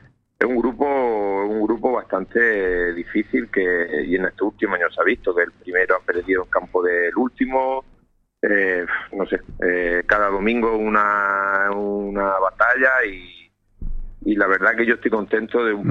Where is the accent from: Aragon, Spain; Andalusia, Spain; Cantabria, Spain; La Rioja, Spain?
Andalusia, Spain; Huércal-Overa; yo soy de Huesca Lovera.